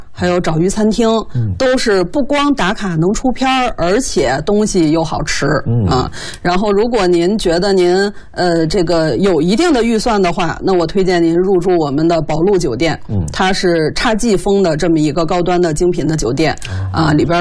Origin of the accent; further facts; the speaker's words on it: Beijing, China; 我作为一个土生土长的怀柔人